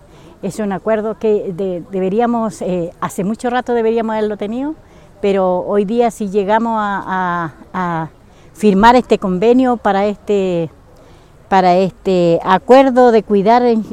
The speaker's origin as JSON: {"language": "Spanish", "town": "Reigolil", "region": "Araucanía", "country": "Chile", "said": "soy de Reigolil"}